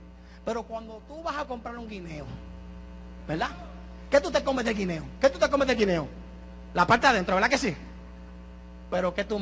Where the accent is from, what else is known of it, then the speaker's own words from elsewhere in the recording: Carolina, Puerto Rico; Yo soy de Parque Ecuestre. Yo soy de Carolina.